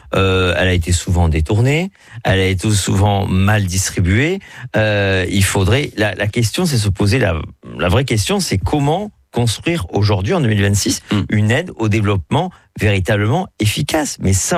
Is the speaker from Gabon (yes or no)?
no; France; C'est en effet ce que nous, on dira en tant que Français, l'assimilation